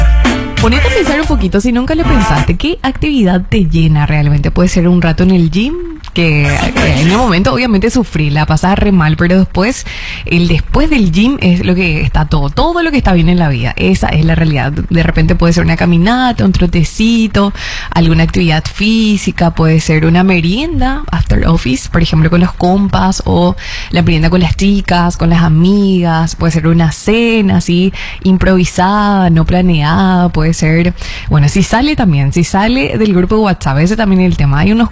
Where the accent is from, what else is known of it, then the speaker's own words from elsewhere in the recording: Paraguay; esta info nos regala un motivo para sentir orgullo como paraguayos